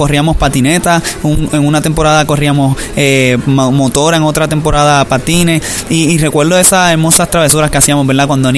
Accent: Humacao, Puerto Rico; Soy un joven de 22 años. Vivo en Humacao, Puerto Rico. Soy de Puerto Rico. Puerto Rico es la isla del encanto, así se le dice.

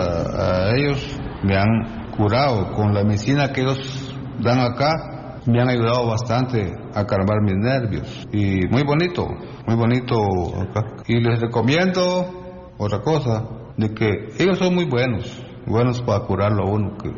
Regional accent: Valera, Trujillo, Venezuela; Bueno, soy de acá de Valera y la tiendita, yo gracias, nos ha ayudado.

